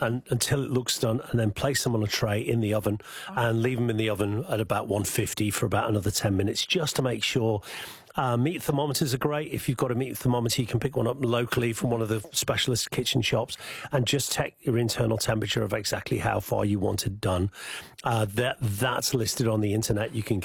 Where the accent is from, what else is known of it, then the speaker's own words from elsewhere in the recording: North West England, United Kingdom; accent: Scouse; There's my Scouse accent coming out.